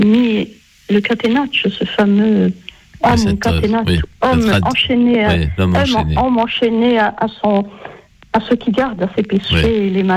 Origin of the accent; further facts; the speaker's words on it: Ajaccio, Corsica, France; Enfin, à Sartène, puisque moi je suis d'Ajaccio